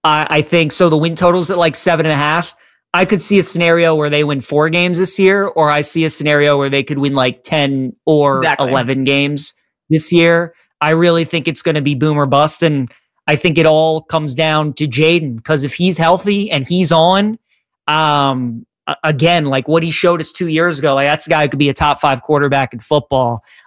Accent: Maryland, United States; moved away; growing up in the Northeast, you know, growing up in the Mid-Atlantic in Maryland

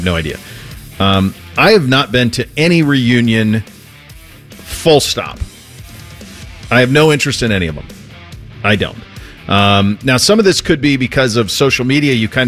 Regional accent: Brady, Montana, United States; So I'm in a similar spot in that my hometown of Brady, Montana, is doing an all-class reunion this summer in July.

